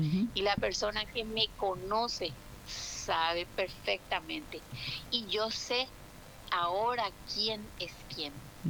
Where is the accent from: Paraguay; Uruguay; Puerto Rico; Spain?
Paraguay